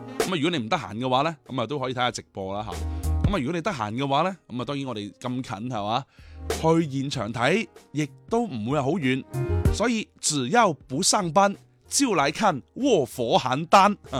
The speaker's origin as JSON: {"language": "Cantonese", "town": "Zhaoqing", "region": "Guangdong", "country": "China"}